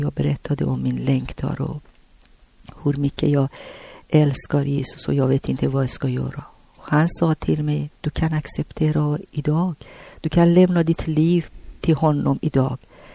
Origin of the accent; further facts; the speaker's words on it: Tehran, Tehran Province, Iran; Swedish is a second language; moved away as an adult; now in Sweden; när jag kom från Teherankyrkan direkt, jag gick på i Vårgårda Pingstkyrkan.